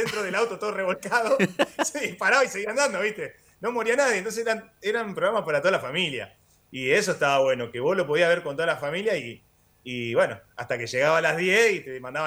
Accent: Argentina; De hecho, todos piensan que soy de Buenos Aires, y no lo soy, de Buenos Aires soy del interior, igual que ustedes.

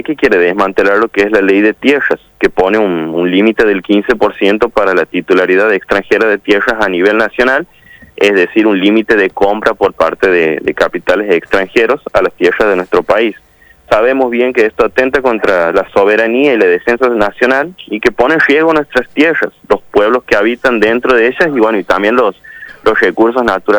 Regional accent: Argentina; pero en sí como ciudadanos argentinos a todos los espacios

